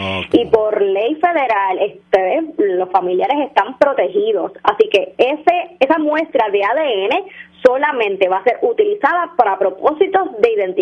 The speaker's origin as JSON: {"language": "Spanish", "town": "Juana Díaz", "country": "Puerto Rico", "tie": "born or raised there", "also_born_or_lived": "Ponce", "said": "Yo nací en Ponce y me crié en Juana Díaz."}